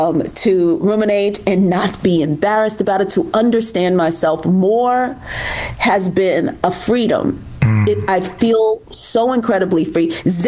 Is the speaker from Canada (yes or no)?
no; Newark, New Jersey, United States; I grew up in Newark, New Jersey.